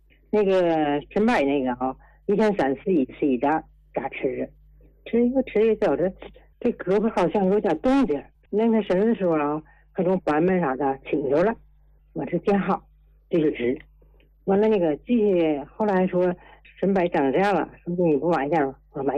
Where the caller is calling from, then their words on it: Tianjin, China; 我家是天津临河。